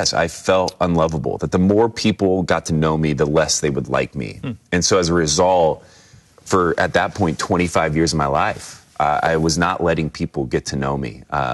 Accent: Indiana, United States; now in Denver, United States

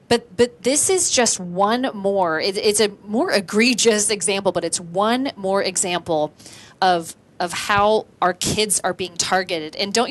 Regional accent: California, United States; It's infuriating as a parent, as a citizen, as a Californian.

